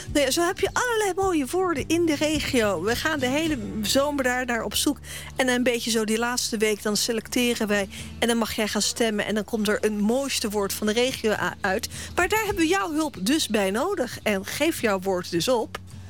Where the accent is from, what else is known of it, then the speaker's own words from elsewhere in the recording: Wassenaar, South Holland, Netherlands; Ja, ik kom uit Wassenaar